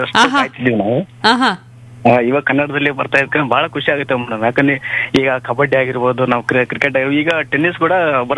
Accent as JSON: {"language": "Kannada", "town": "Bettigeri", "region": "Karnataka", "country": "India", "tie": "born there", "said": "ಕೊಪ್ಪಳ ಜಿಲ್ಲೆ ಬೆಟ್ಟಿಗೇರಿಯಿಂದ"}